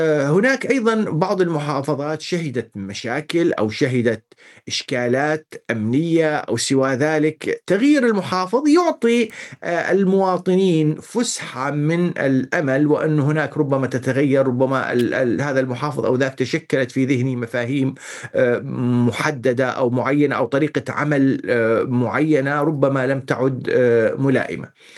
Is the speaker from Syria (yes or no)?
yes; Syria; نحن كسوريين